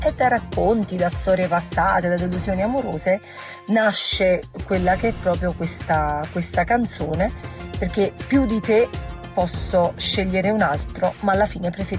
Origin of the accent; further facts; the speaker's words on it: Naples, Campania, Italy; now in Irpinia, Italy; sono irpina d'adozione perché sono napoletana fino all'osso, lo si vede dalla mia esuberanza, dalla mia estrosità in ogni cosa che faccio